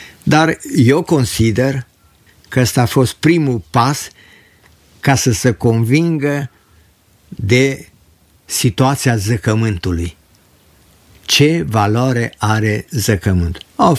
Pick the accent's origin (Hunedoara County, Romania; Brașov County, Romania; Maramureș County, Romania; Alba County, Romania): Alba County, Romania; Sântimbru; born there; also born or lived in Roșia Montană; 1987, când am plecat din Roșia Montană, m-am mutat cu locuința în Sântimbru. În curtea părintească mi-am făcut și o căsuță modestă, fiindcă am fost legat, cum se zice, de la sat am plecat, la sat m-am întors, unde mă simt foarte bine.